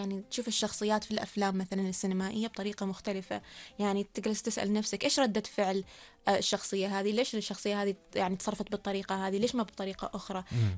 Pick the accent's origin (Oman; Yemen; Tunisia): Oman; هويتي كعمانية.